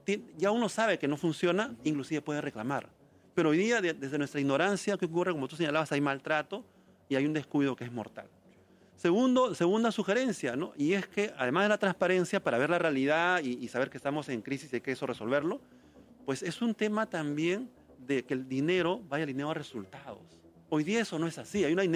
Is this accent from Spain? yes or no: no; Peru; somos nosotros los peruanos